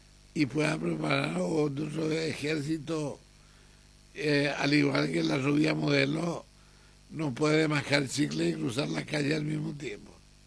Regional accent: Paraguay; Yo soy paraguayo.

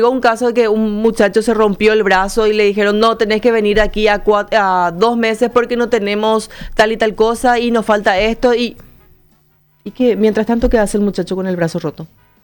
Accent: Paraguay; Me duele como paraguaya

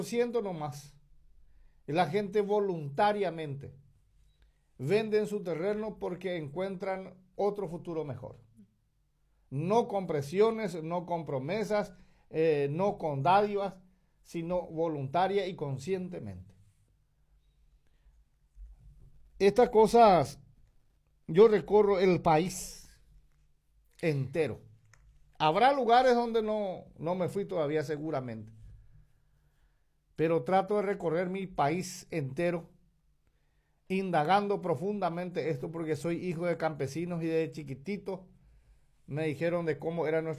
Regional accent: Paraguay

